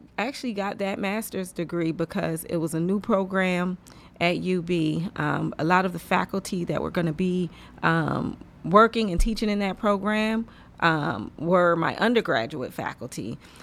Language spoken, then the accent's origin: English; Rochester, New York, United States; I am, born and raised.